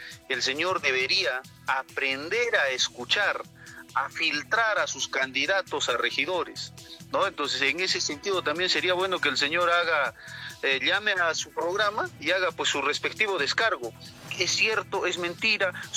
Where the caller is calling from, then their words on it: Cusco, Peru; nosotros como cusqueños